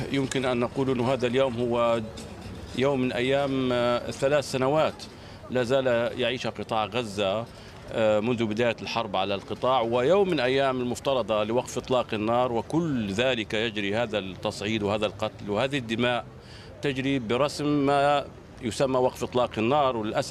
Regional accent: Palestine

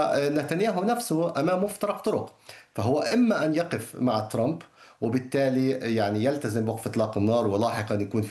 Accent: Palestine; نحن كفلسطينيين

